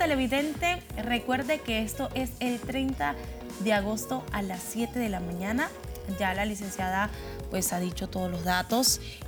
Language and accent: Spanish; Panama; de qué manera yo puedo aportar como panameño a la fundación que apoya a estas personas.